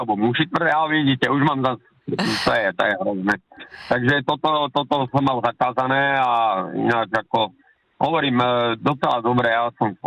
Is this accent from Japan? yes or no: no; Slovakia; moved away as an adult; now in Czechia; Já jsem Slovák, když to. A v 93. když se dělili republiky, tak jsem byl jako voják. Takže to bylo takové divoké. No a v 94. jsem se odstěhoval na Moravu a už jsem to zůstal.